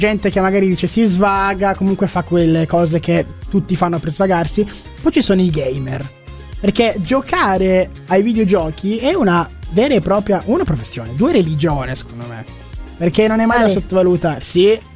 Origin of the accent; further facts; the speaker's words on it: Fossano, Piedmont, Italy; sono del Piemonte.